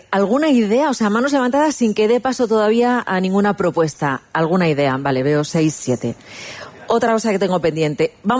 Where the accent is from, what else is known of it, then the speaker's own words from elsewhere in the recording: Madrid, Community of Madrid, Spain; born there; Casi nadie, incluso los que somos nacidos en Madrid